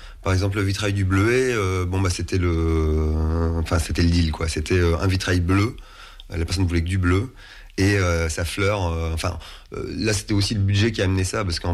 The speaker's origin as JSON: {"language": "French", "region": "Hauts-de-France", "country": "France", "said": "Là, c'était beaucoup plus proche de chez moi parce que je suis du Nord."}